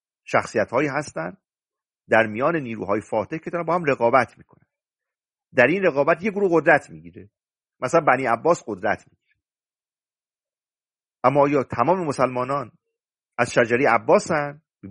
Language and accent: Persian; Iran; ما ایرانیان هم سعی کردیم تن بدیم به این تقدس